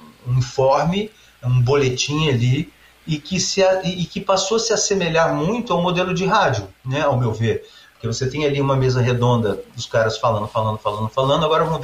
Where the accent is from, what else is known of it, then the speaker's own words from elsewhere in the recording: Brazil; e eu, como brasileiro, também, felizaço da vida de novamente